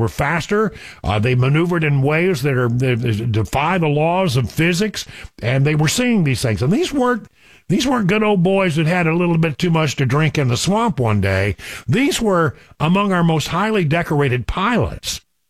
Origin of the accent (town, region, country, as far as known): Odessa, Texas, United States; born or raised there; now in Nashville, United States